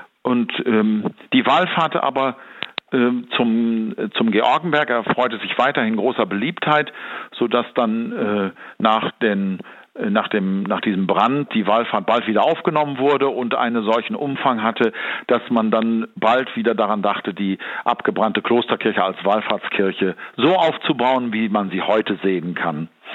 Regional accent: North Rhine-Westphalia, Germany; Ich bin gebürtiger Münsterländer aus Westfalen, und in der Nähe meines Heimatortes, in der Nähe von Osnabrück

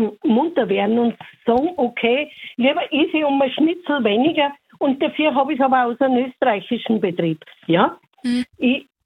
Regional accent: Bavaria, Germany; ja, das war immer als Bayerin meine Einstellung.

